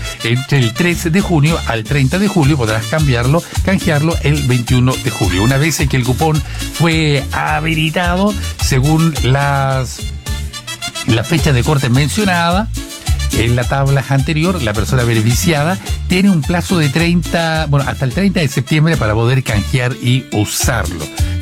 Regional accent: Chile; como buen chileno, siempre a última hora

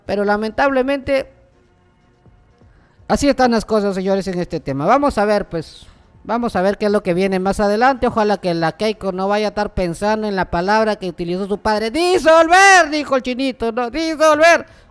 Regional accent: Peru

